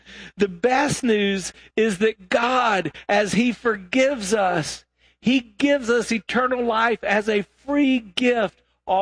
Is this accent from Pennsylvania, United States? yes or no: no; South Carolina, United States; And by the way, I grew up in South Carolina, and the Tigers who are playing here in Tampa, I've been cheering for them since I was a little boy.